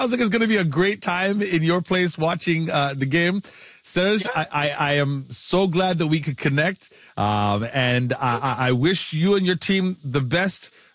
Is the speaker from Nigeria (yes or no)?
yes; Nigeria; I am from West Africa originally as well, and I know I'm from Nigeria, though we're not in World Cup this year